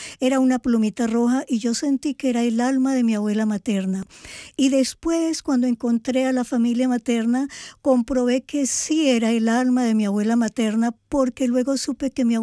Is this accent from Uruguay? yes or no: no; Colombia; Yo soy colombiana y me fui a buscar mis raíces maternas en el Huila